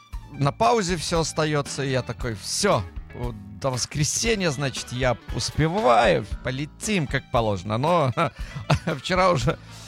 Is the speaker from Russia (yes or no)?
no; Belarus; Я с Беларуси.